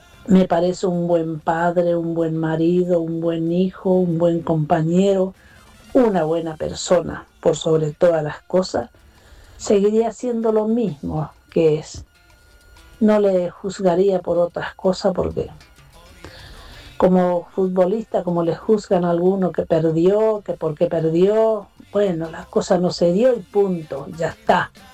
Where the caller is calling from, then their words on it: Palomar, Buenos Aires Province, Argentina; de Palomar.